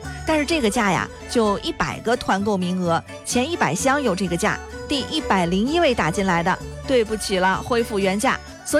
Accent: Henan, China; 这就是咱河南人的实在呀

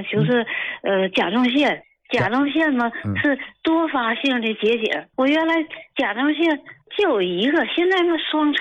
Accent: Shenyang, Liaoning, China; 哎，梁老师，我先跟您说说，我是沈阳的。

